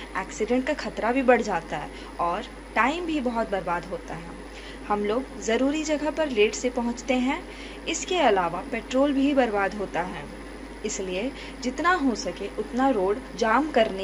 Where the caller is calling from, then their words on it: Jamshedpur, Jharkhand, India; और मैं जमशेदपुर के निवासी हूँ।